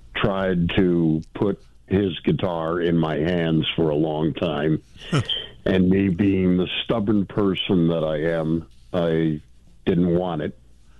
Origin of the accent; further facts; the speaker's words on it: New York City, New York, United States; I grew up in New York City.